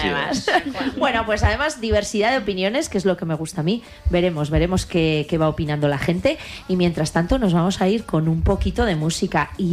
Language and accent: Spanish; Pamplona, Navarre, Spain; Yo soy de Pamplona de toda la vida.